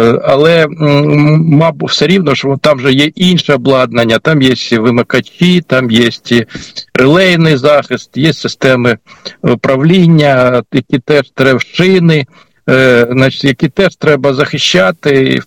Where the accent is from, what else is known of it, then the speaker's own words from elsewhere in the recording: Kyiv, Ukraine; ми, кияни